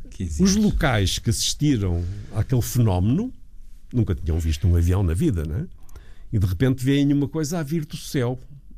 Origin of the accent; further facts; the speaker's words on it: Vila do Conde, Norte, Portugal; Eu sou do Norte, eu sou de Vila do Conde, portanto, nevoeiro ali.